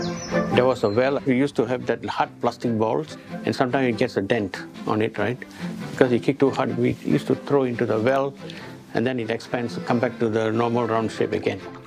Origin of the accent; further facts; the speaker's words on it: Singapore; born there; There were many kampungs outside the naval base. Mine was at the 13th mile.